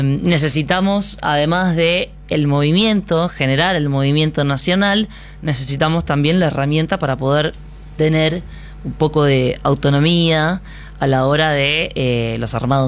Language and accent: Spanish; Buenos Aires Province, Argentina; nosotros somos de Buenos Aires